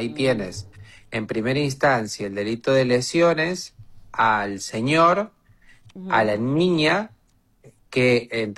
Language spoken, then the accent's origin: Spanish; Argentina; la que nos afecta a nosotros, digamos, como argentinos